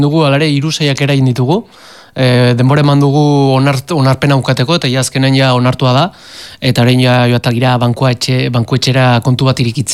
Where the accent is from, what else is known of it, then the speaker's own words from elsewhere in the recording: Basque Country, Spain; gu euskalduna gara